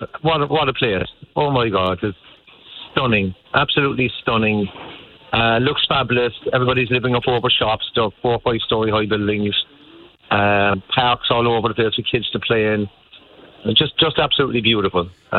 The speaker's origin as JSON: {"language": "English", "town": "Cork", "region": "Munster", "country": "Ireland"}